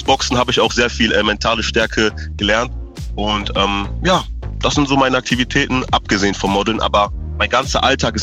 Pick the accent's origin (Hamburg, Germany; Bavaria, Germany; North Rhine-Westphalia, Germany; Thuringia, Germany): North Rhine-Westphalia, Germany; Münster; Ja, ich bin in Münster geboren. Ich wurde in der UKM geboren und bin Münsteraner since day one.